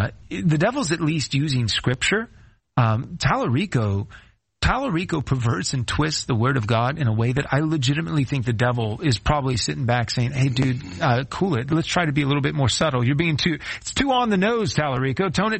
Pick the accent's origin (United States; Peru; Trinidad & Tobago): United States; I'm an American.